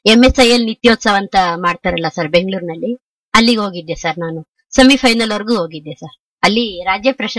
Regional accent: Hosapete, Karnataka, India; now in Chikkamagaluru, India; ಹೊಸಪೇಟೆ ನಮ್ಮ ಊರು

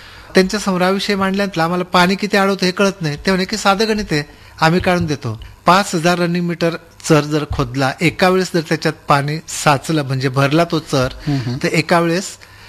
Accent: village in Nandurbar district, Maharashtra, India

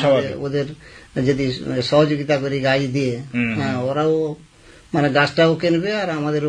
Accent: Namkhana, West Bengal, India; আমি নামখানা নারায়ণপুর থেকে এসেছি, দক্ষিণ চব্বিশ পরগনা

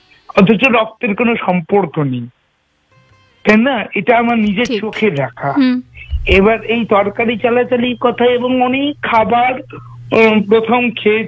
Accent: Dakshin Dinajpur district, West Bengal, India; born there; also born or lived in Murshidabad; now in Malda, India; মুর্শিদাবাদ থেকে একটি পরিবার দক্ষিণ দিনাজপুর জেলার একটি শহরে গিয়ে পৌঁছলো 2006 সালে। তখন আমার 6 বছর বয়স।

